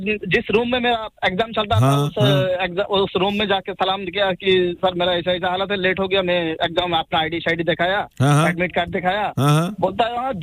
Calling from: Bangladesh; मैं बांग्लादेश से हूँ एक्चुअली

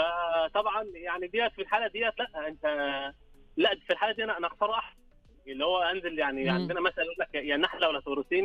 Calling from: Dubai, United Arab Emirates; من معك بكلاس من دبي.

